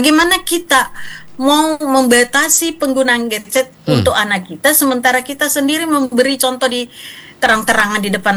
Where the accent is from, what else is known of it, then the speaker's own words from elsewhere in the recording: South Sulawesi, Indonesia; Tetapi sebagai orang Bugis Makassar, kita bisa jelaskan bahwa ada prinsip-prinsip filosofi yang harus kita pegang.